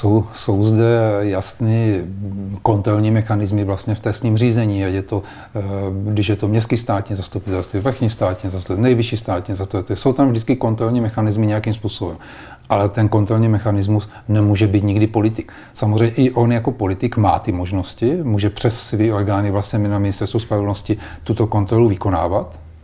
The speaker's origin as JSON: {"language": "Czech", "town": "Brno", "region": "South Moravian Region", "country": "Czechia", "said": "já jsem z Brna, tak samozřejmě vím, jak se v Brně o tom mluví"}